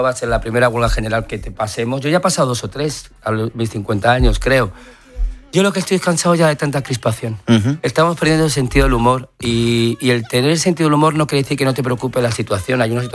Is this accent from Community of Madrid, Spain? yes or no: yes; Madrid, Community of Madrid, Spain; soy madrileño. Madrid no entiende de política, soy madrileño